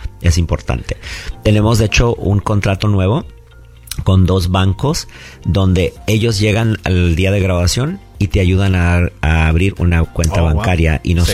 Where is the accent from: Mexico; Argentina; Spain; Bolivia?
Mexico; Acuérdate que venimos de un país hermoso, como yo soy mexicano, donde sobrevivir es muy importante.